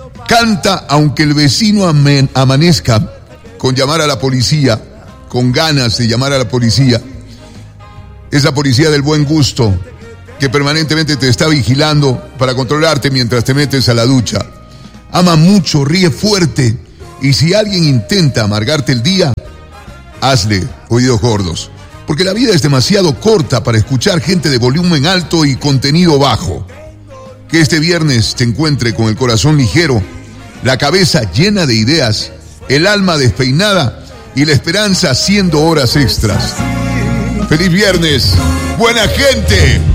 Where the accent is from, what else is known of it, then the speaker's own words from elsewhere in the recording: Ecuador; como buen latino, como buen ecuatoriano